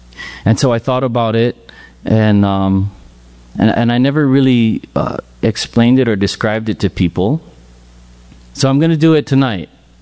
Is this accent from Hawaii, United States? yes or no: yes; Kaneohe, Hawaii, United States; moved away as an adult; also born or lived in Molokai; now in Waimea, United States; And so I grew up on Oahu in Kaneohe. And I like to say that I grew up on Oahu, but I was raised by Molokai. I spent a lot of time there